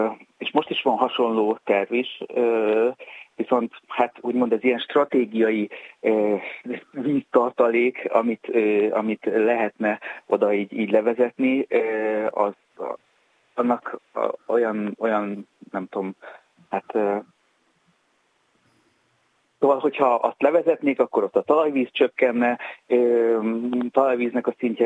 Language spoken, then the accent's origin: Hungarian; Fejér, Hungary; A Velencei tó partján nőttem fel